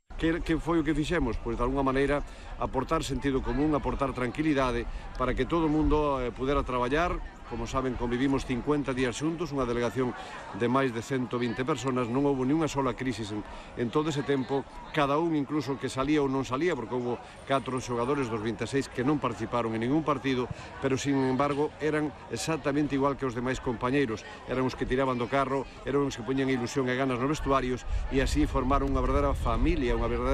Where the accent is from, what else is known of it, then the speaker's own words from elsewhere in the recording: Ponteareas, Galicia, Spain; tamén hai que estar aquí en Galicia, na miña terra, especialmente en Puenteareas